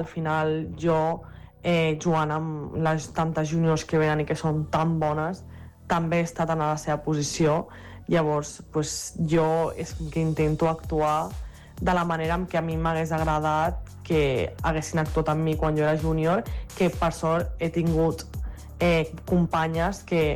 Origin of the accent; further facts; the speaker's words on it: Badalona, Catalonia, Spain; also born or lived in Montgat; tot i que jo sigui de Montgat. Tota la meva vida està a Badalona, és a dir, jo al col·le, als meus amics, on vaig jugar a bàsquet és aquí a Badalona. Llavors jo sento com que sóc de Badalona, és en part la meva ciutat